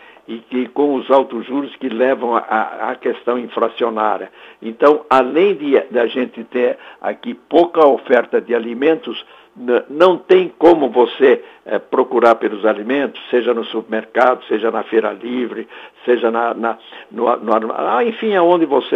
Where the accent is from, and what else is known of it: Brazil